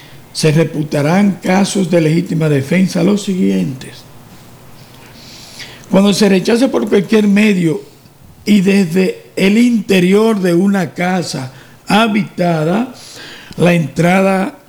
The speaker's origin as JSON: {"language": "Spanish", "country": "Dominican Republic"}